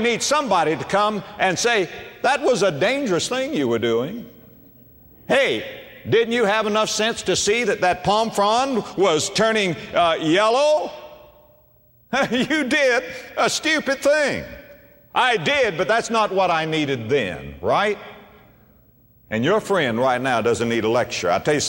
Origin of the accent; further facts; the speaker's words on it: Florida, United States; I was raised in Florida. And down where I was raised, coconuts grow.